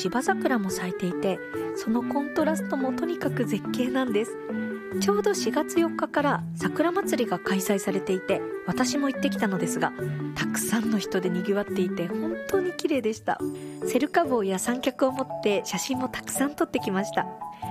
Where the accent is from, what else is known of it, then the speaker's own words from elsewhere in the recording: Gunma, Japan; 地元群馬県には桜の名所がたくさんあるのですが